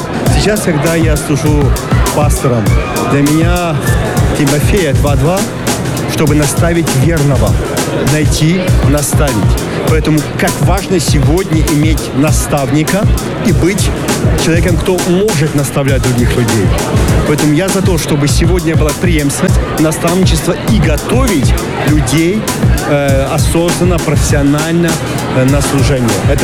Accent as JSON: {"language": "Russian", "region": "Moscow", "country": "Russia", "said": "Я из Москвы."}